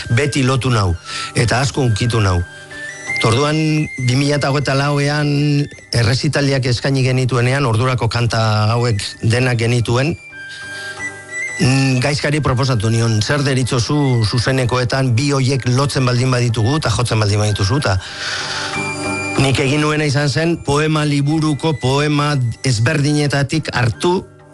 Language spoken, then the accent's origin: Basque; Larrabetzu, Basque Country, Spain; Larrabetzuko goizko lizalde auzoa, eta Areatza baserria, poema batean agertzen den areatza baserria, gure baserria.